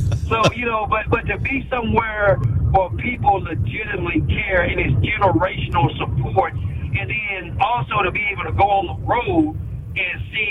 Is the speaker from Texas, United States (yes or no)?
yes; Waco, Texas, United States; Where we grow up, I'm from Waco, Texas, where Baylor University is at.